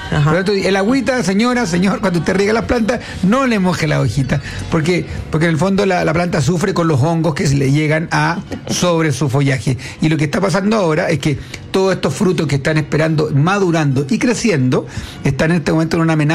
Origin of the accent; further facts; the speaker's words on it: Chile; la experiencia que tenemos nosotros como agricultores chilenos